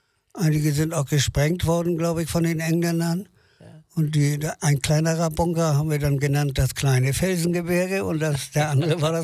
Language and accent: German; Hamburg, Germany; ich bin geboren im Berliner Tor Krankenhaus. Am Berliner Tor.